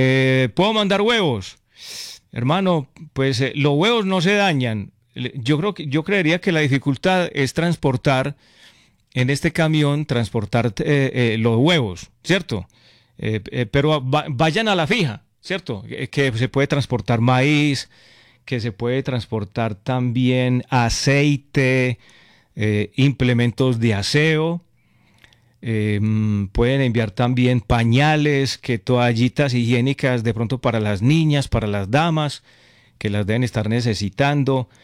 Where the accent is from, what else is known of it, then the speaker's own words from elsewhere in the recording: Concordia, Antioquia, Colombia; moved away; yo soy del pueblo, yo soy de Concordia.